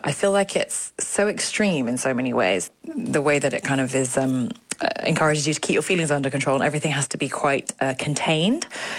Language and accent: English; Japan; born or raised there